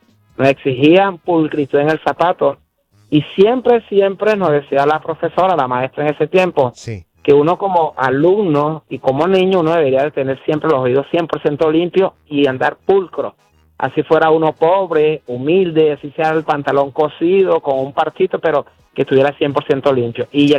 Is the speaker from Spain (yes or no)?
no; Venezuela; Lo primero que teníamos que hacer en el colegio, en mis tiempos, yo soy de Venezuela.